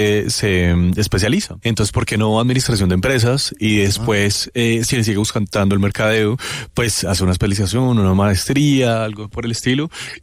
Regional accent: Bogotá, Colombia; abuelos y todo, muy bogotano.

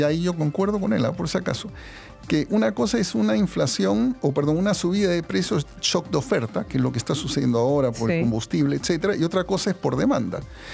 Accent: Chile; nosotros que somos chiquititos y estamos al otro lado del mundo, cerca de los pingüinos

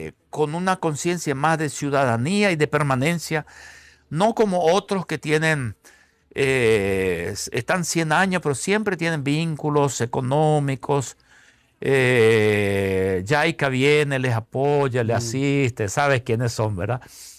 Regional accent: Paraguay; somos paraguayos.

